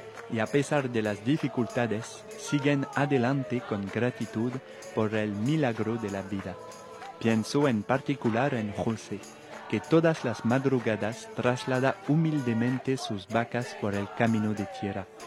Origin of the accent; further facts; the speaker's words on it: France; soy de Francia, y finalmente … tengo 9 años.